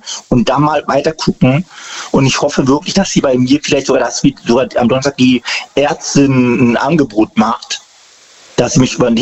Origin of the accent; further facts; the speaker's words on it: Mannheim, Baden-Württemberg, Germany; Aus Mannheim.